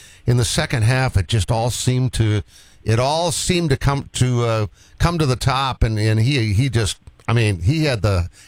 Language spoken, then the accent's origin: English; Boston, Massachusetts, United States; moved away as an adult; I went 750 miles away from home on the East Coast. I'm from Boston, and I went to University of Richmond, and I didn't know a soul.